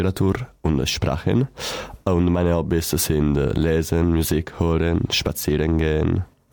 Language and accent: German; Italy; German is a second language; ich komme aus Italien und ich bin 16 Jahre alt. Ich wohne in Udine, eine kleine Stadt nahe der östlichen Grenze.